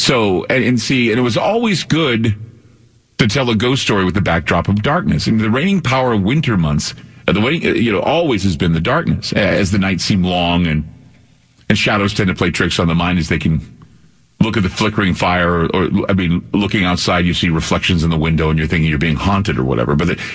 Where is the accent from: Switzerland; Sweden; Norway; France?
Switzerland; also born or lived in Germany; now in Utah, United States; But see, our family is, you know, Swiss, and then of course we came from Switzerland, and then we moved to Zurich, and then we moved to Germany. And from Germany we came to the United States, and from the United States we came to Utah